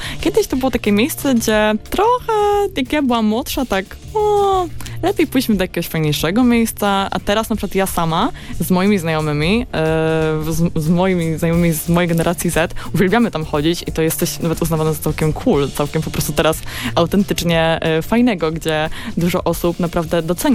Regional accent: Warsaw, Masovian Voivodeship, Poland; ja również jestem z Pragi i często tam przychodzę

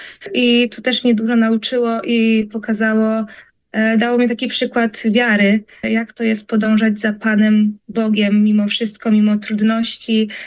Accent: Subcarpathian Voivodeship, Poland; należę do Katolickiego Stowarzyszenia Młodzieży już od około 10 lat i pochodzę z diecezji rzeszowskiej.

